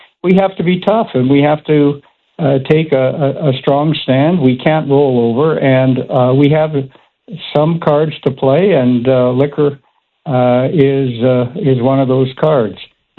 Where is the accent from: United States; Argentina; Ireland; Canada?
Canada; Regina, Saskatchewan; now in Toronto, Canada; I grew up on Cameron Street